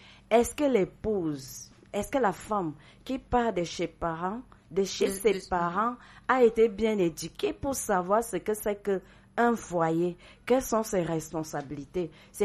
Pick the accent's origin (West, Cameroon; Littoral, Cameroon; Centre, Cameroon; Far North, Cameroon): Centre, Cameroon; chez moi à Meyete. Meyete, c'est un petit village de l'arrondissement de Lembeyezou.